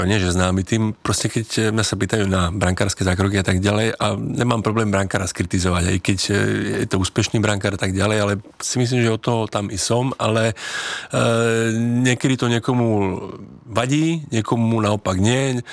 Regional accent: Košice, Košice Region, Slovakia; že ja som z Košíc, no tak to ani náhodou.

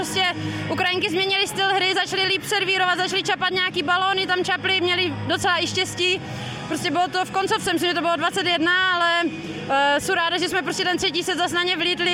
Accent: Brno, South Moravian Region, Czechia; já jsem Brňačka

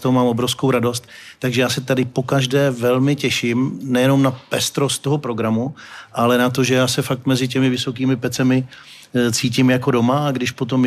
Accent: Ostrava, Moravian-Silesian Region, Czechia; moved away; já jsem vyrůstal v Ostravě v době, kdy to fakt bylo ocelové srdce republiky a průmyslové město se vším všudy, jako nekompromisní, velmi tvrdé

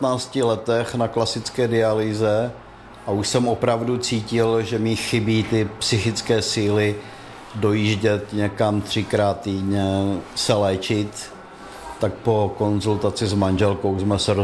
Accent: Frýdek-Místek, Moravian-Silesian Region, Czechia; Já jsem z Frýdku Místku.

